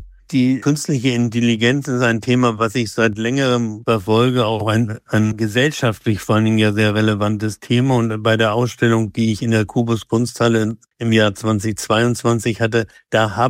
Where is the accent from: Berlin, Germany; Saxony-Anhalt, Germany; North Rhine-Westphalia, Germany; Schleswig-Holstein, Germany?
Schleswig-Holstein, Germany; Großhansdorf; Wir hatten bei uns in dem Ort Großhansdorf bei Hamburg, wo ich aufgewachsen bin, da hatten wir einen Glasmaler